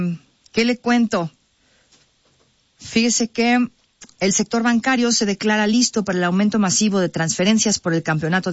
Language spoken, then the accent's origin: Spanish; Mexico; no di el ancho como aficionado al fútbol, lo di como mexicano. Se me hizo un nudo en la garganta durante el himno nacional, me emocioné al ver nuestra bandera